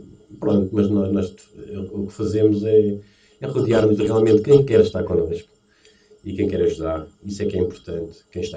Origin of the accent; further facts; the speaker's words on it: Setúbal, Portugal; moved away as an adult; now in Azeitão, Portugal; nasci e cresci na Quinta da Conha. Vivemos ali sensivelmente há 6 anos, mais ou menos